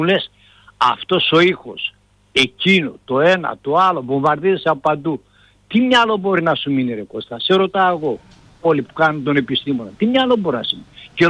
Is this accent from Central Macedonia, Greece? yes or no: yes; Thessaloniki, Central Macedonia, Greece; εγώ μεγάλωσα μέσα στη Θεσσαλονίκη. Μέσα στη Θεσσαλονίκη. Αλλά τα καλοκαίρια μου τα έβγαζα πάντα στο χωριό.